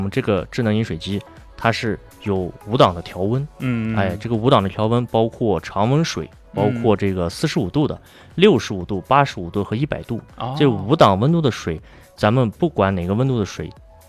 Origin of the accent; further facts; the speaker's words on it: Xinjiang, China; 咱们新疆人不喜欢喝奶茶吗？